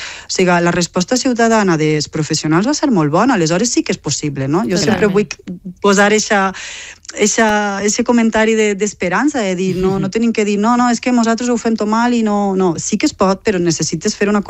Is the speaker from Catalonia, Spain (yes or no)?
no; Tavernes de la Valldigna, Valencian Community, Spain; I nosaltres, la Comunitat Valenciana